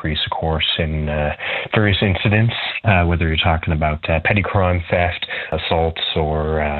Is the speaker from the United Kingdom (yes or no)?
no; St. John's, Newfoundland and Labrador, Canada; I grew up in the area. I grew up on Frecker Drive, so seeing it where I still call home.